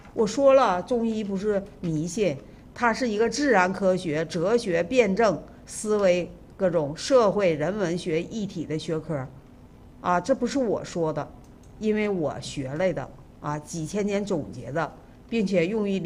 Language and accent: Chinese; China